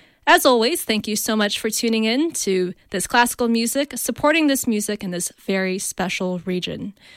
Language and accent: English; Los Angeles, California, United States; I'm heading back to Los Angeles, my hometown, for my next chapter, but Northern Michigan and Interlaken will always be a part of me and my journey.